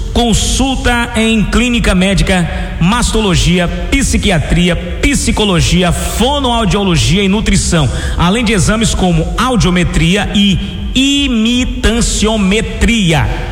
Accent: Brazil; Eu já morei na roça, eu já tirei leite, eu já toquei gado, eu sou do Limoeiro, sou filho e neto de vaqueiro.

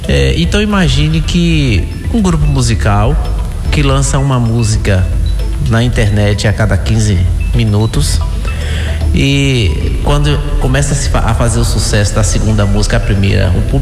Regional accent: Bahia, Brazil

